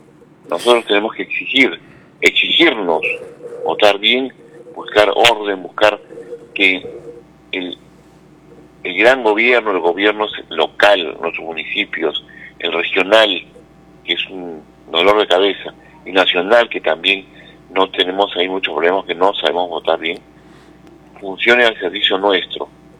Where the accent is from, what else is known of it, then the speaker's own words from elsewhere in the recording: Tambo Valley, Arequipa, Peru; Ese discurso han llevado en mi tierra, en el Valle de Tambo, a pobreza, abandono